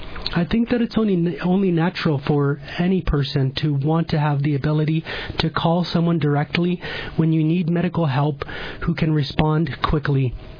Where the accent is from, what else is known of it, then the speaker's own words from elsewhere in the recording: Napaskiak, Alaska, United States; when I was growing up in Nabaskak in the 1990s